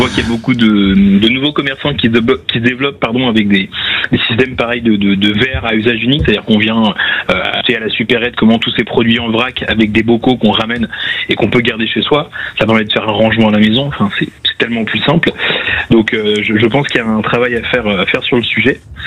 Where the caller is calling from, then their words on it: Vannes, Brittany, France; je suis sur Vannes